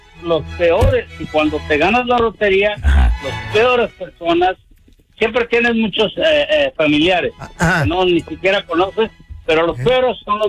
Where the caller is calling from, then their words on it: United States; yo soy de aquí.